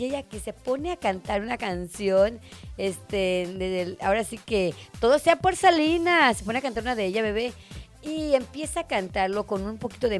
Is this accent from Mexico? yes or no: yes; Mexico